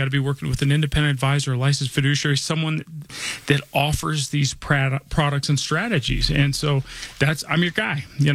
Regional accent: Denver, Colorado, United States; born or raised there

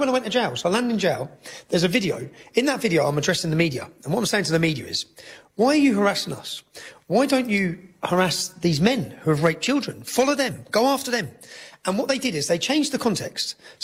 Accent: Luton, East of England, United Kingdom; No, my hometown, Luton, was the home of Vauxhalls. It employed 30,000 people. It's gone. My dad worked there.

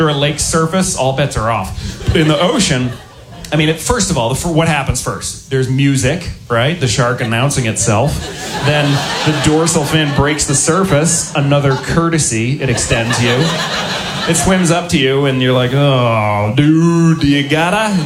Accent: Boston, Massachusetts, United States; I grew up in Boston near the ocean.

